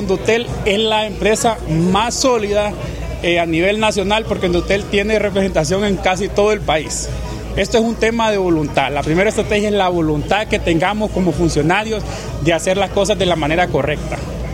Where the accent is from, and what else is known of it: Honduras